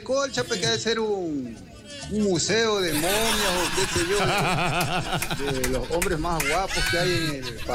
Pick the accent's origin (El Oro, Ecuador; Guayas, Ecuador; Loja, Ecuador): Guayas, Ecuador; Guayaquil; Yo como buen guayaquileño